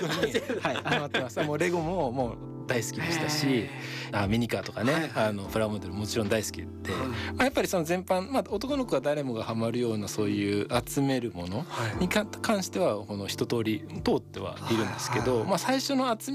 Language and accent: Japanese; Fujisawa, Kanagawa, Japan; 僕神奈川県の藤沢市出身で、はいはいはい、あの近くに、まあ、鵠沼海岸っていう海があったんですけど